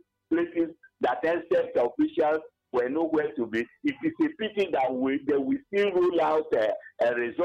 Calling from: Enugu State, Nigeria; I'm calling from Ababani, Kenugu

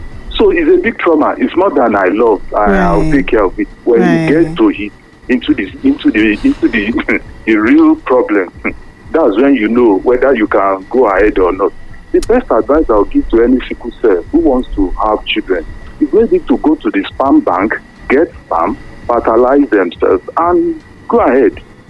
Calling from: Ibadan, Oyo, Nigeria; I'm calling from Iwo Road.

